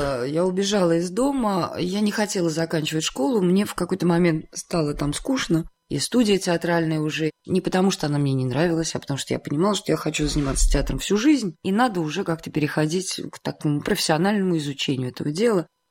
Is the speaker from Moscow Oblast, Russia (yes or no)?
yes; Moscow Oblast, Russia; moved away as an adult; also born or lived in Saratov; Я в Саратове никогда не жила, я уехала туда из Москвы. Потому что я жила под Москвой, и родители у меня жили там.